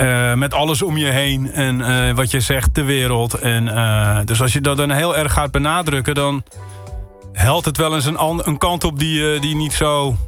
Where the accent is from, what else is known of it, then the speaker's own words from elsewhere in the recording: Den Helder, North Holland, Netherlands; moved away as an adult; now in Amsterdam, Netherlands; En van origine komen we uit Den Helder natuurlijk.